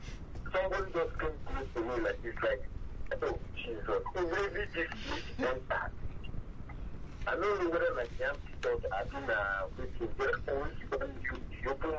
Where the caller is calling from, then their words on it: Lagos, Nigeria; I'm coming from Lekki.